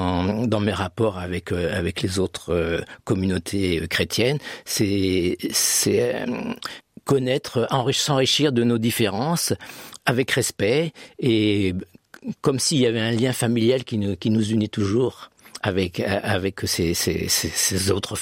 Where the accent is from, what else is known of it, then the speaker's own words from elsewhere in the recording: La Rochelle, Nouvelle-Aquitaine, France; Je suis d'origine de La Rochelle, où une des branches de ma famille était protestante.